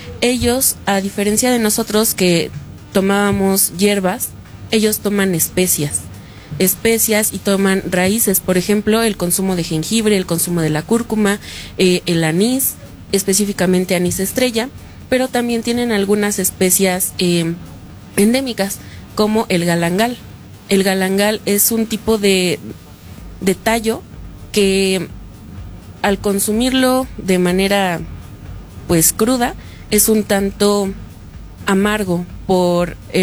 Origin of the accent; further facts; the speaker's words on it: Mexico; Nosotros como mexicanos a veces llegamos a ser un tanto soberbios